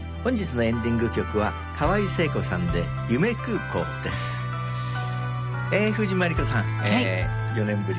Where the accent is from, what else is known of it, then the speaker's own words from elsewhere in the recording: Chiba, Japan; 私も千葉県人なんですけどもね、